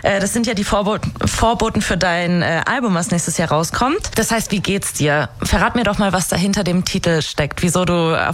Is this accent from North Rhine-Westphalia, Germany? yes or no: no; Giessen, Hesse, Germany; ich komme aus Gießen